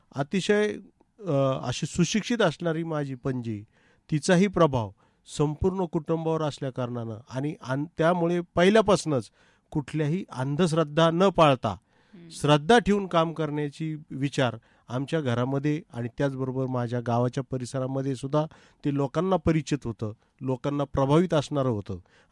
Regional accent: Nashik, Maharashtra, India; born there; शिक्षणाची सुई मात्र त्यावेळेस गावात उपलब्ध नसल्याने मला नाशिक या ठिकाणी

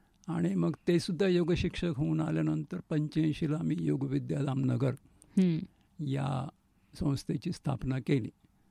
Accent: Ahmednagar, Maharashtra, India; मी नगरचाच आहे. जन्म नगरमध्येच झाला. शिक्षण सगळं नगरमध्येच झालं. आणि 4-5 वर्ष सोडली तर बाकी सगळी नोकरीसुद्धा नगरमध्येच केली. जिल्हा परिषदमध्ये होतो मी.

